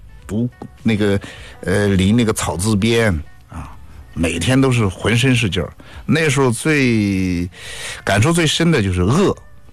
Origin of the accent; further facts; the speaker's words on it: Shandong, China; moved away; 从小在山东的时候，那时候几岁吧